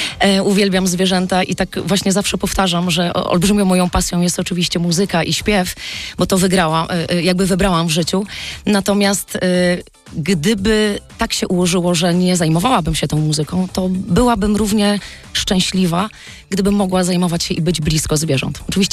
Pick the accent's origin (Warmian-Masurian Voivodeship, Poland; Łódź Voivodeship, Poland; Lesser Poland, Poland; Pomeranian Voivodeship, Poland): Łódź Voivodeship, Poland; Kutno; moved away as an adult; also born or lived in Katowice / Warsaw; now in near Teresin, Poland; Ja pochodzę z Kutna